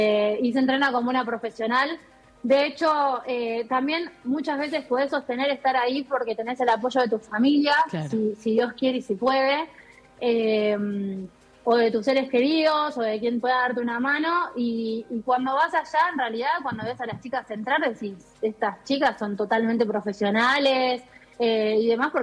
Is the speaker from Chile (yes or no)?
no; Buenos Aires, Argentina; moved away as an adult; now in Mar del Plata, Argentina; a lo último viviendo acá, yo en realidad hice toda mi carrera en Buenos Aires, porque soy de Buenos Aires, y la verdad que ya se me hacía difícil estar en Buenos Aires, y a los 33 años tuve que decidir en un momento qué hacer